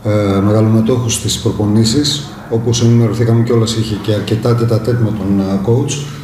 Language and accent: Greek; Greece; εμείς ως Έλληνες